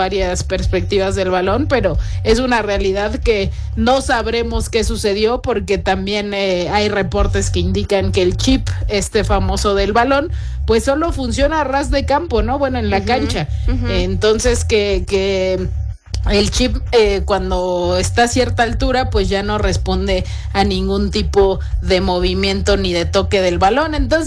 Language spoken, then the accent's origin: Spanish; Mexico; a todos los que apoyamos los mexicanos acaban perdiendo.